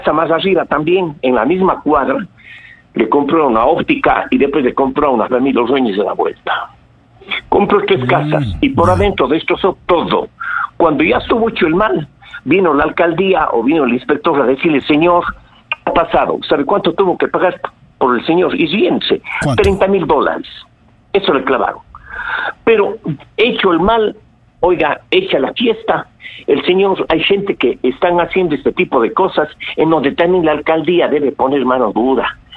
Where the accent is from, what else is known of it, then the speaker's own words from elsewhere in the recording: Cuenca, Azuay, Ecuador; born there; esa casa donde yo nací, que eran de mis abuelos, que queda a media cuadra del cenáculo en la calle Bolívar, entre Tarqui y Juan Montalvo